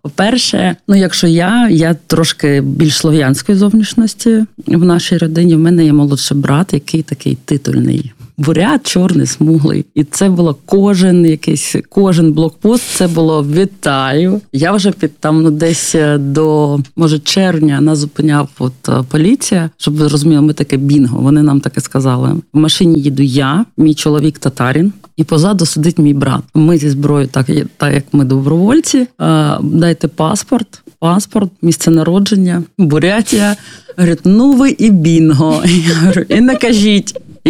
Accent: Buryatia, Russia; я таку кількість інформації про бурятів ніколи не чула до 22-го року, будучи бурятка

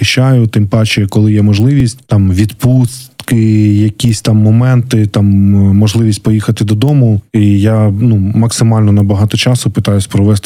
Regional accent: Kryvyi Rih, Dnipropetrovsk Oblast, Ukraine; moved away; в моєму рідному Кривому Розі, ну, все не так, ага, не так яскраво. Це більш таке промислове місто.

